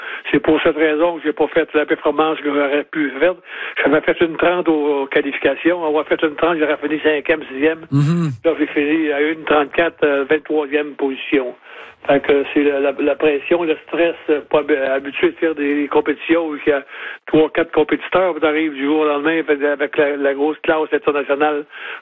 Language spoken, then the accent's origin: French; Montreal, Quebec, Canada; j'étais chez nous à Montréal